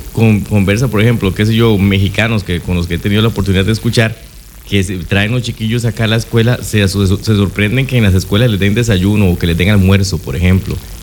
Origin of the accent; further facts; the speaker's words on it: Costa Rica; los costarricenses nos sentimos orgullosos